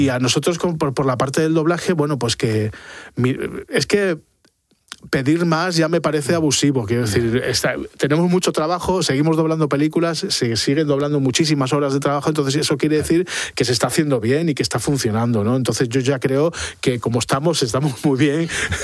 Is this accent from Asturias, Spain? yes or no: yes; Avilés, Asturias, Spain; now in Madrid, Spain; Bueno, en aquel momento en Avilés, yo soy de Avilés, me siento muy avilesino.